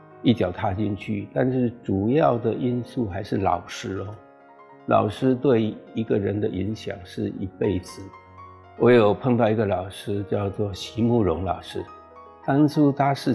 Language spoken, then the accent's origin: Chinese; Taoyuan, Taiwan; now in Taichung, Taiwan; 四颗石头，那是我出生地。